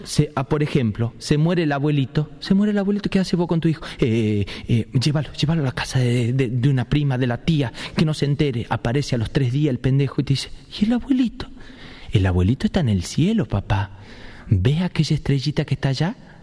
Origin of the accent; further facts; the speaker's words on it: Tucumán, Argentina; tengo padres sanjuaninos, soy tucumano y son muy diferentes, son culturas diferentes porque el tucumano tiene como una cultura propia.